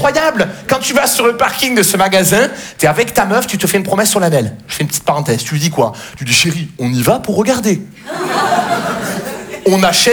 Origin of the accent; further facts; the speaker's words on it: Marseille, Provence-Alpes-Côte d'Azur, France; parce que chez nous, à Marseille, la ceinture, ça ne sert à rien.